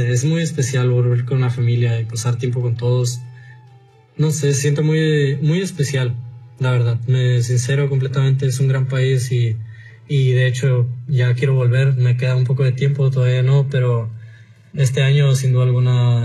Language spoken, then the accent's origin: Spanish; Mexico; Es algo nuevo, como mexicano me llena de orgullo.